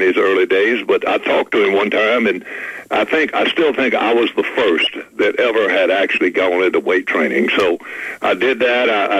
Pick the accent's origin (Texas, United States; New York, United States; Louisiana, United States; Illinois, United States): Louisiana, United States; Baton Rouge; it was a different time, but it was a good time, and I loved growing up in Baton Rouge.